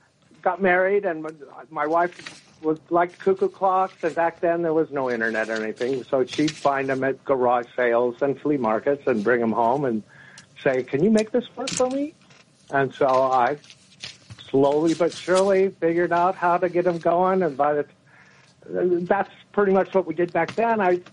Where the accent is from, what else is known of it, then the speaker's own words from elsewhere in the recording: San Diego, California, United States; I was originally from San Diego, and we moved up here 30 years ago and have never left.